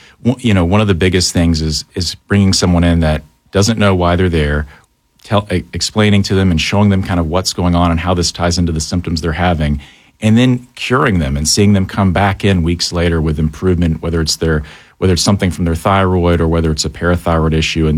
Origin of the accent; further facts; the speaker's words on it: Dahlonega, Georgia, United States; moved away as an adult; I'm originally from Dahlonega, Georgia.